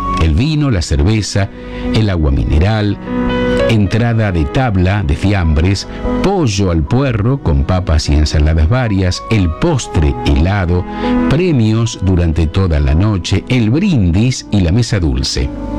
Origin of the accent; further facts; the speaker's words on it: Arequito, Santa Fe, Argentina; mi pueblo, Arequito.